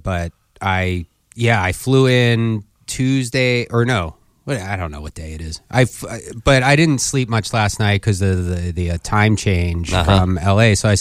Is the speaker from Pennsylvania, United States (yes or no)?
yes; Philadelphia, Pennsylvania, United States; I grew up